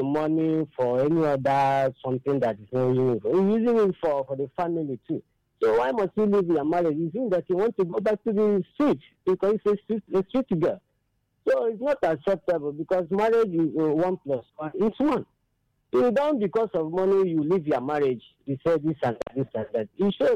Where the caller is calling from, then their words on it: Abakaliki, Ebonyi, Nigeria; from Abakaliki.